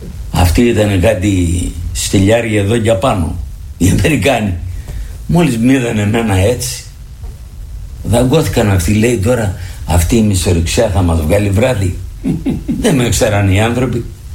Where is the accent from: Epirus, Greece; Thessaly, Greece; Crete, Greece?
Epirus, Greece; now in Athens, Greece; εγώ είμαι από τη Θεσπρωτεία.